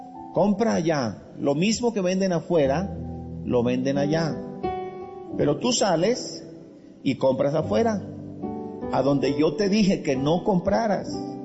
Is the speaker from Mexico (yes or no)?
no; Colombia; Esa es mi tierra, Colombia.